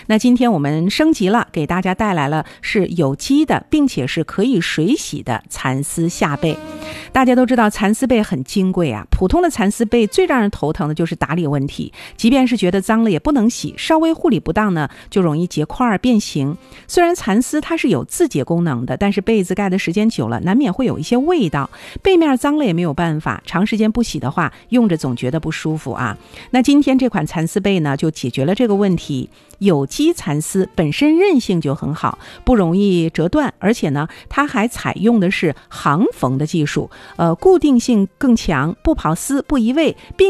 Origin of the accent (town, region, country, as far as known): Northeast China, China